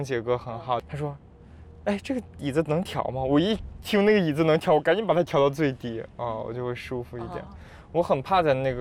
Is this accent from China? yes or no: yes; Jilin, China; 我吉林的。